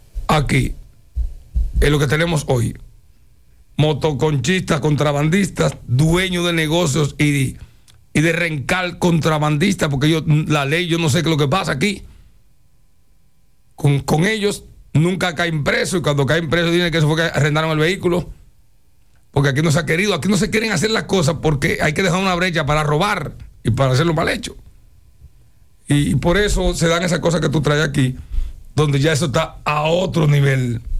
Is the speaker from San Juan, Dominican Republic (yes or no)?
yes; San Juan, Dominican Republic; born there